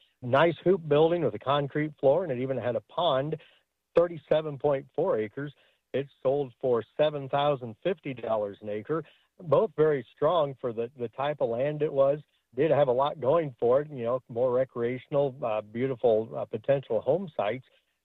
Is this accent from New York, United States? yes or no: no; Aledo, Illinois, United States; Aledo, Illinois. That's my hometown.